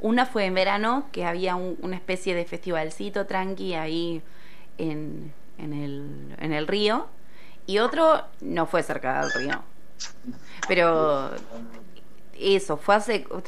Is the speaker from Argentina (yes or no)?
yes; Punta Lara, Buenos Aires Province, Argentina; Yo viví en Punta Lara toda la vida